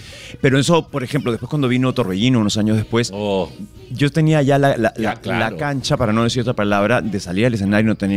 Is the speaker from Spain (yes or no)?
no; Peru; He sido el primer peruano en haber protagonizado en Broadway.